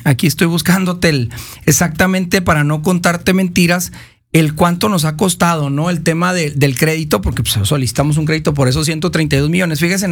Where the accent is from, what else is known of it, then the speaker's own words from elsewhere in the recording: Chihuahua, Mexico; como somos los chihuahuenses